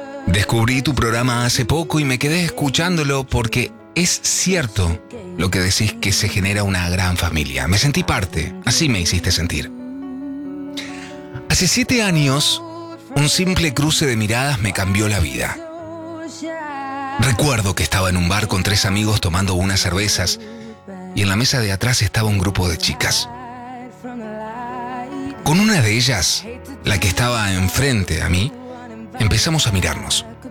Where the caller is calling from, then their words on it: Buenos Aires, Argentina; soy de Caballito